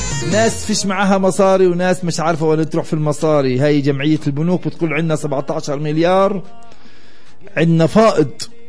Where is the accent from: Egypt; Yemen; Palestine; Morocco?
Palestine